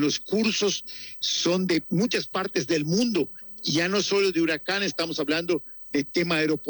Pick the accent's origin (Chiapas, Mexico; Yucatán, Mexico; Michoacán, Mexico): Yucatán, Mexico; yo soy yucateco, vivo en Yucatán